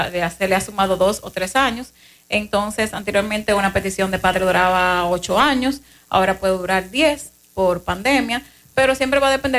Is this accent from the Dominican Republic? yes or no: yes; Moca, Espaillat, Dominican Republic; yo soy de Estancia Nueva, Moca, y de toda la vida, o sea, me crié y nací ahí